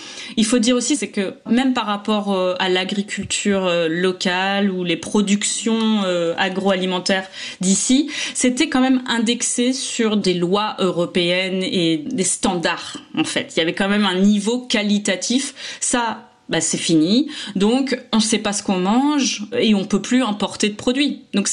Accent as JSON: {"language": "French", "country": "France", "moved": "as an adult", "lives_now": "United Kingdom", "said": "Bon, moi je suis britannique d'adoption, mais en tout cas une chose est sûre, c'est que moi en tant que française"}